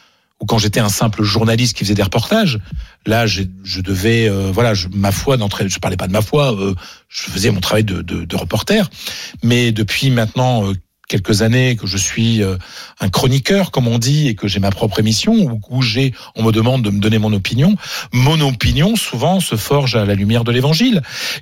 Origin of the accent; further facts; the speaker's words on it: Hauts-de-France, France; moi je viens d'un petit village du Pas-de-Calais, une famille modeste.